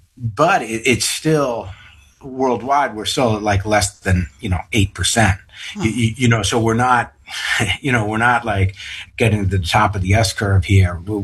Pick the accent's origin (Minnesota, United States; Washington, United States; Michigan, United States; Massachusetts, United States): Massachusetts, United States; Wayland; now in Concord, United States; when I was growing up in Wayland